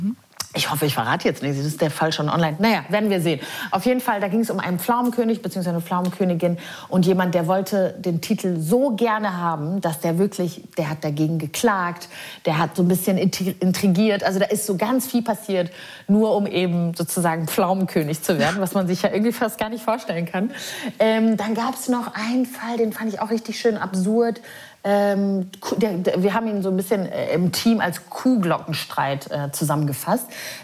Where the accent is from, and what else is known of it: Neukirchen-Vluyn, North Rhine-Westphalia, Germany; born or raised there; moved away